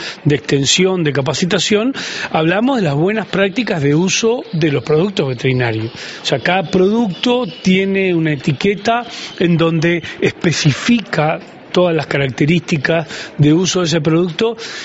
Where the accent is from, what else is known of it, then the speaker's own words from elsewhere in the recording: Uruguay; somos uruguayos, no somos anglosajones